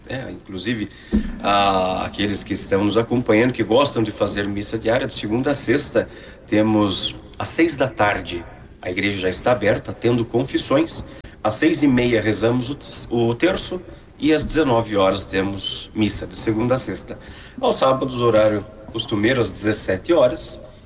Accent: São Paulo, Brazil; moved away as an adult; also born or lived in Porto Alegre; now in Ponta Porã, Brazil; aqui na cidade de Ponta Porã, especificamente em todo o estado do Mato Grosso do Sul, há 3 meses. Sou de São Paulo, antes estive na cidade de Porto Alegre, onde servi por 1 ano e 1 mês.

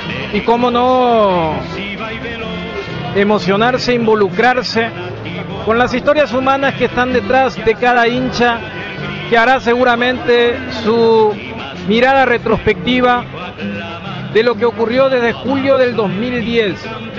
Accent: Paraguay; para los que venimos del corazón de Sudamérica

